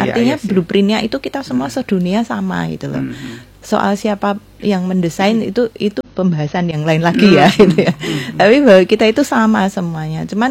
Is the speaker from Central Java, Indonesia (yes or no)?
no; Special Region of Yogyakarta, Indonesia; kita orang Jogja